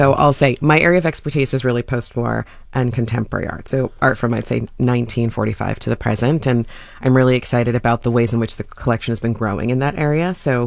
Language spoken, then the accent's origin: English; New York, United States; moved away as an adult; also born or lived in Miami / Louisiana; now in Columbus, United States; I moved from New York to Columbus, and I think we've talked about that. I'm originally from there and grew up there, but I've lived in different places for museums.